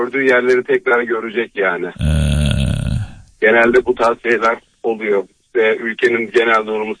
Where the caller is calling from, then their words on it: Antalya, Turkey; Ben Antalya'da yaşıyorum.